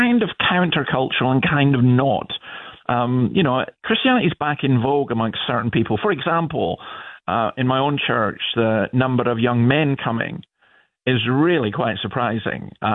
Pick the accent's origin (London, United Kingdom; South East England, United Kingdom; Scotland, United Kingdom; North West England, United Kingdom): Scotland, United Kingdom; also born or lived in Sydney; now in Newcastle, Australia; I couldn't believe when I came here because I'm from Scotland and I've no interest in rugby league at all.